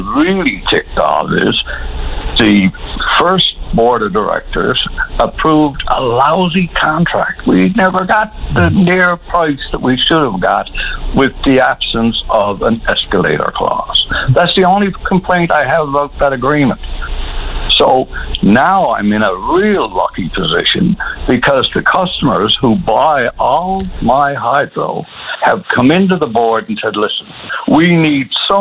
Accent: Newfoundland and Labrador, Canada; as a Newfoundlander, I own 65% of a company called CFLCO.

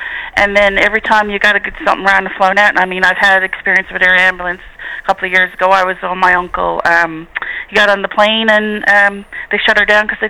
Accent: Wabush, Newfoundland and Labrador, Canada; now in St. John's, Canada; Well, for me, like I said, I grew up in Wabush, loved my life down here. I had a great life. Then I moved away, and then now I live in, I just live outside St. John's area.

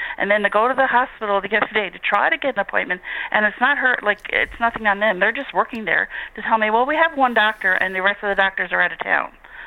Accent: Wabash, Newfoundland and Labrador, Canada; now in St. John's, Canada; I grew up in Wabash, loved my life down here. I had a great life. Then I moved away, and then now I live in, I just live outside St. John's area.

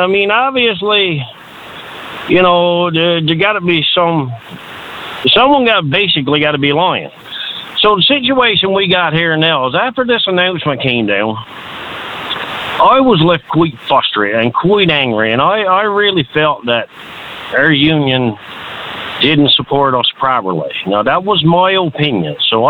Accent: Port Saunders, Newfoundland and Labrador, Canada; from the West Coast of Newfoundland from Fort Saunders.

